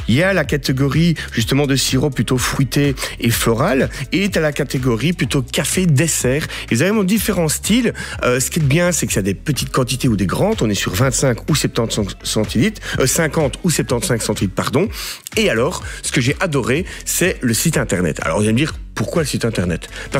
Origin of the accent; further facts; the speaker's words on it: Wallonia, Belgium; ici, en plus, on est sur un sirop bio, on est wallon, on est à Senef, on est chez nous.